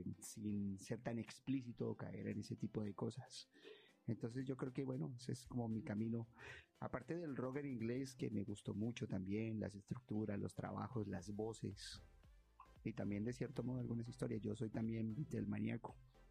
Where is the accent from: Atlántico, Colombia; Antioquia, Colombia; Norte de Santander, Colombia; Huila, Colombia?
Norte de Santander, Colombia; Cúcuta; yo llego a los 5 años a Cúcuta. Yo soy cucuteño, pero me había ido a vivir a la casa de mis abuelos en una época.